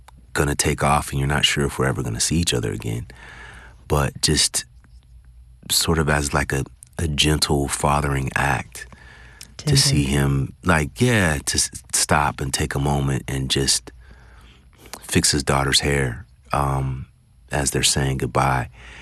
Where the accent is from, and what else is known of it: California, United States; born or raised there